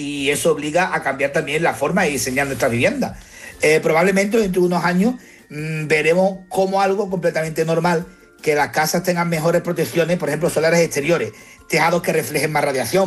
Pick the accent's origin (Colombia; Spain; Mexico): Spain; Seville, Andalusia; Yo que soy de Sevilla, yo no he vivido esa juventud y esa infancia.